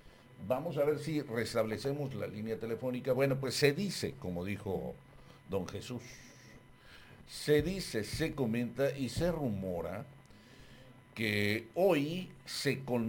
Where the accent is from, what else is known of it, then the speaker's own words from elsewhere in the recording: Acaponeta, Nayarit, Mexico; now in Tijuana, Mexico; Acaponeta, Nayarit, mi tierra, aunque yo no cambio por nada el mundo Tijuana